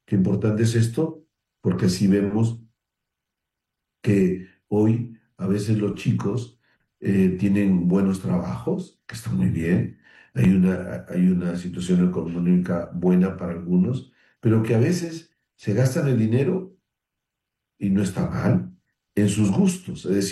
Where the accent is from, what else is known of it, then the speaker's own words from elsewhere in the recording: Tumbes, Peru; Les saludo desde Piura, Catacaos. Saludar a mis hermanos del norte. Yo soy de Tumbes.